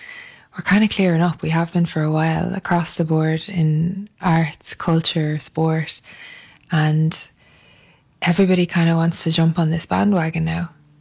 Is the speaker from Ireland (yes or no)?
yes; Ireland; And we are traumatised up to our eyeballs as Irish people.